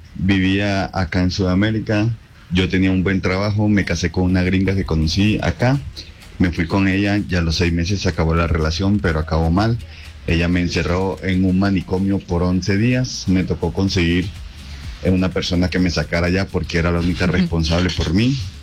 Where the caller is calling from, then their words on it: Medellín, Antioquia, Colombia; Entonces decidí regresarme nuevamente para acá, para Colombia. Y ahora acá en Medellín